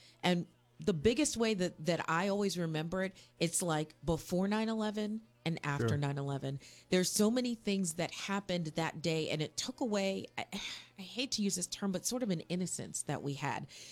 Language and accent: English; Frederick, Maryland, United States; I was working in my hometown of Frederick, Maryland.